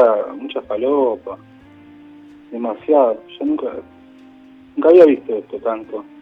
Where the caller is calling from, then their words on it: Villa Celina, Buenos Aires Province, Argentina; En Villa Celina.